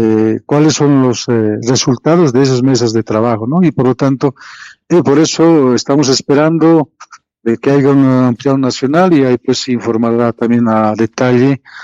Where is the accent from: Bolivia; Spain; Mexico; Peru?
Bolivia; somos bolivianos